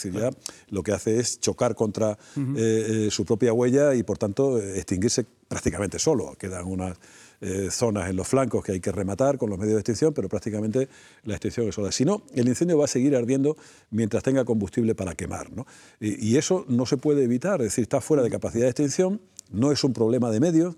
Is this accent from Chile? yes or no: no; Extremadura, Spain; la edad de los montes que tienen en mi tierra, por ejemplo, en las Urdes, en Sierra de Gata